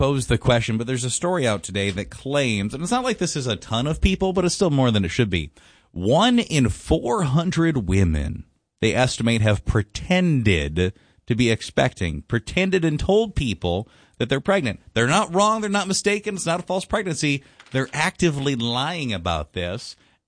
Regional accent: Minneapolis, Minnesota, United States; I grew up in the Minneapolis area. I'm no stranger to the dog sniffing lockers.

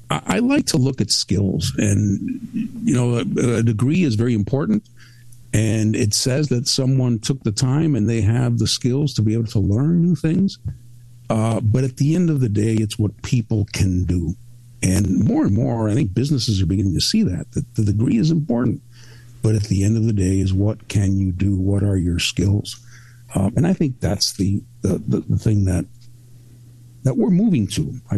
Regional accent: Mexico; also born or lived in Cuba; now in United States; I was born in Cuba. We left after the revolution, came to the U.S., became U.S. citizens, and then moved to Mexico. And that's where I went to school, junior high school, high school.

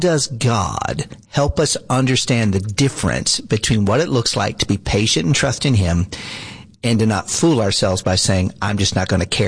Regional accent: the South, United States; Since I've been very young, I grew up in the South

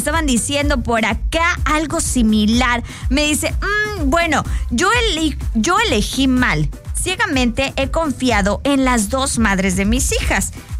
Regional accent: Actopan, Mexico; moved away; hasta mi bella tierra de El Mango les mando un abrazo, mi Actopan precioso.

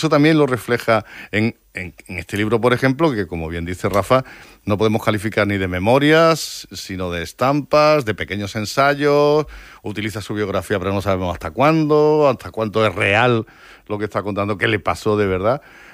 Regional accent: Andalusia, Spain; Que soy del Valle de los Pedroches y solo me gustan los libros de mar en verano.

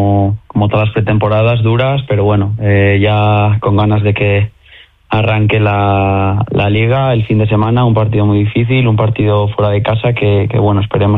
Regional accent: León, Castile and León, Spain; casi todos los que estamos ahí somos chicos de León.

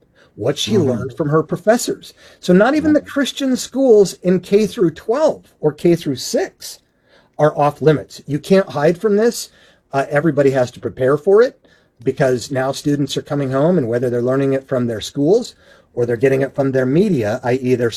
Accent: Utah, United States; I was bathed in this stuff as a 7th generation Mormon growing up in Utah, became a skeptic, and then became a Christian in the traditional historical sense

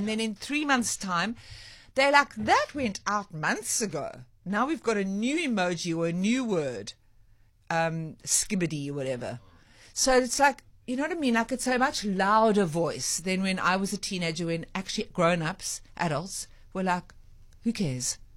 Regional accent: Cape Town, Western Cape, South Africa; I grew up in the Seapoint area. It was a very surfy community.

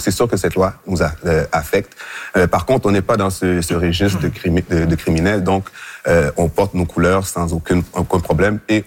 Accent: Montreal, Quebec, Canada; moi, comme tout jeune qui vit dans les quartiers stigmatisés comme Montréal-Nord, Rivière-des-Prairies, j'ai grandi à Rivière-des-Prairies

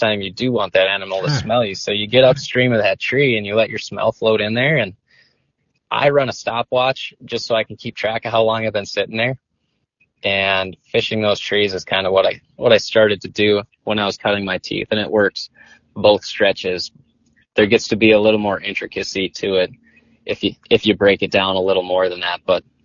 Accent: Moorhead, Minnesota, United States; I grew up in Moorhead

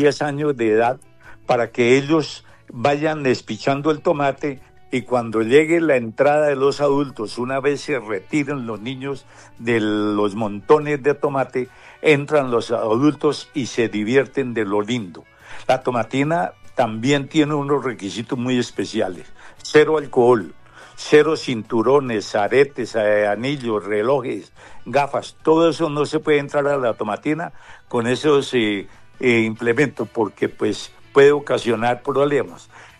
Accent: Sutamarchán, Boyacá, Colombia; born or raised there

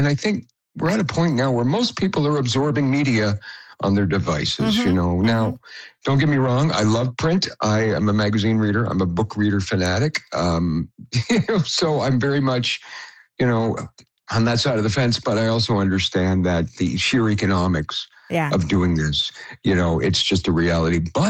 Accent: Beaconsfield, Quebec, Canada; moved away as an adult; also born or lived in Halifax, Nova Scotia; I grew up in Beaconsfield, went to John Abbott College, later on Concordia University, and then I moved east to Nova Scotia

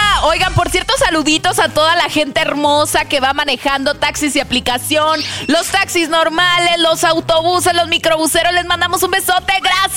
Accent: Michoacán, Mexico; born or raised there; moved away

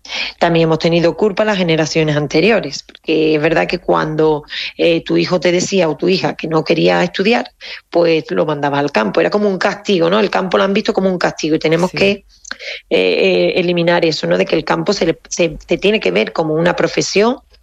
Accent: Seville, Andalusia, Spain; moved away as an adult; now in Carcabuey, Spain; porque yo soy de capital y me vine al mundo rural, soy de Sevilla, me vine aquí a Carcagüey, cuando aquello pues estamos hablando del año 2002 aproximadamente

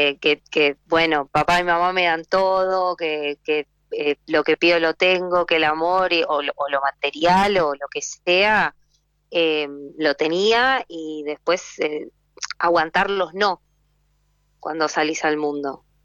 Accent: Quilmes, Buenos Aires Province, Argentina; born there

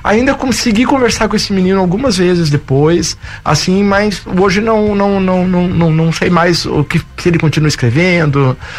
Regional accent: Curitiba, Paraná, Brazil; no Lindóia, que para mim é um bairro muito simbólico, de Curitiba. Lógico que eu nasci na Vila Cubas, depois a família toda no Novo Mundo, que a gente era todos os vizinhos ali, né, do Papa João XXIII, né, da escola.

